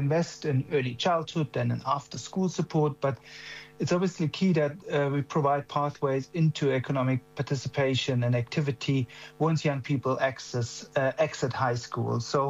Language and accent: English; Germany; moved away as an adult; now in South Africa; I grew up in Germany and came to South Africa as a 19-year-old and lived for my very first year in South Africa in the township of Khayelitsha, just outside of Cape Town.